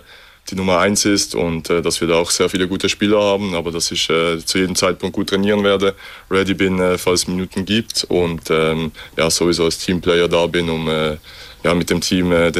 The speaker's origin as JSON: {"language": "German", "country": "Switzerland"}